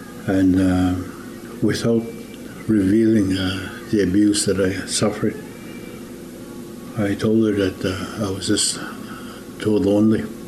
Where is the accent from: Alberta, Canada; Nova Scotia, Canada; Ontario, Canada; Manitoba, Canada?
Manitoba, Canada; Norway House; I'm a Cree from Norway House. I attended Cross Lake Residential School, Catholic school, in 1953